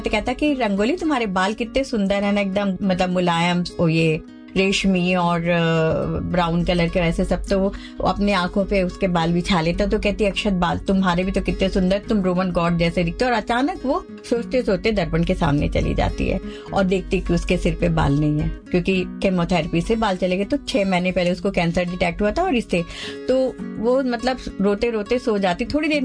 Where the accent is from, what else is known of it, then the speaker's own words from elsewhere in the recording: Rajasthan, India; हम लोग मारवाड़ी हैं